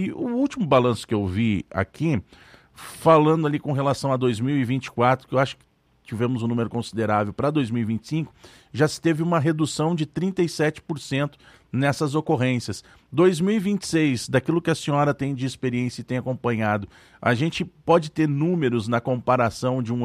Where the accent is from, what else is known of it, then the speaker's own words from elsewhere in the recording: Rio Grande do Sul, Brazil; moved away; isso eu falando lá do Rio Grande do Sul, que é onde eu nasci